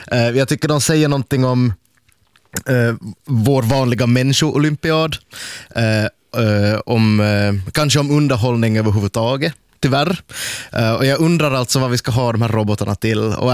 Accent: Ostrobothnia, Finland; Jag var hemma. hemma i Österbotten.

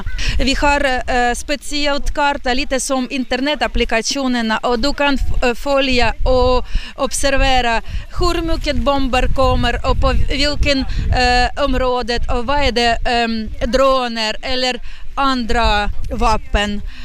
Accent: Kharkiv, Kharkiv Oblast, Ukraine; Swedish is a second language; moved away as an adult; now in Pargas, Finland; jag är från Charkiv

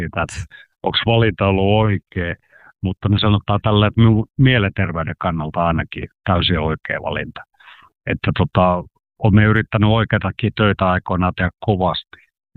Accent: Lappeenranta, South Karelia, Finland; Me ollaan karjalaiset vähän hitaita asioiden omaksumisessa

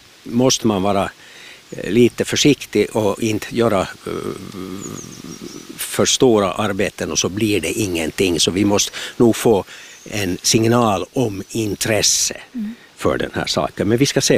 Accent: Ekenäs, Uusimaa, Finland; för jag är ju uppvuxen i Ekenäs.

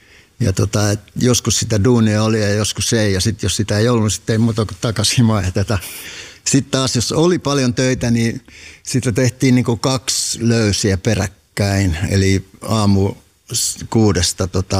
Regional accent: Hamina, Kymenlaakso, Finland; mä oon niinku tosi iloinen, että olen syntynyt Haminassa. Tietenkin mun vanhemmat oli evakoita, että se vähän kyllä se Viipurikin oli siellä niinku taustalla

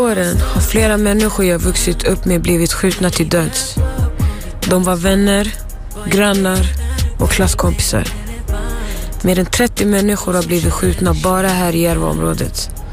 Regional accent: Somalia; De pratar om mig i intervjun att jag är somalier.

